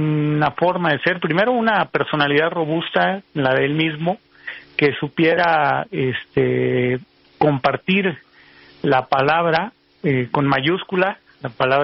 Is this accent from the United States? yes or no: no; Tepatitlán, Jalisco, Mexico; Yo nací en Tepatitlán, Jalisco, que es un lugar en los altos de Jalisco, digamos, entre San Juan de los Lagos y Guadalajara